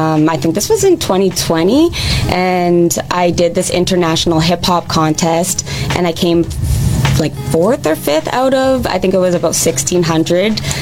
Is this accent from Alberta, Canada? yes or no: yes; Calgary, Alberta, Canada; I'm from Calgary, Alberta, Canada.